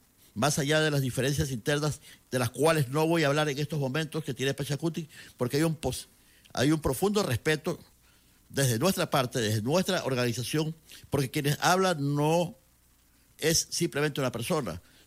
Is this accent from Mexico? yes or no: no; Ecuadorian coast, Ecuador; Vengo cargado de la identidad pontubia. Vengo cargado de las necesidades de mi pueblo.